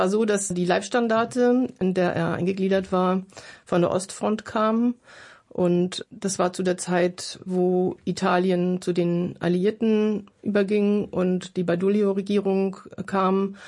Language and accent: German; Germany; accent: German; ich hatte als junger Mensch immer mal wieder mit einerseits meiner Identität als Deutscher zu tun. Ich konnte mich nicht identifizieren mit meinem Deutschsein. Ich habe mich geschämt, Deutsche zu sein.